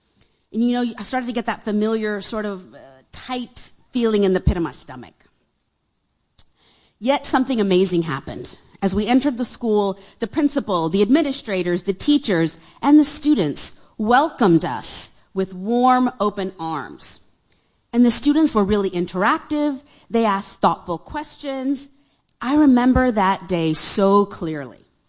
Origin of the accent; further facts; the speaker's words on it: India; And I would often respond, "Oh, I'm originally from India," because I knew that's the information they were curious about.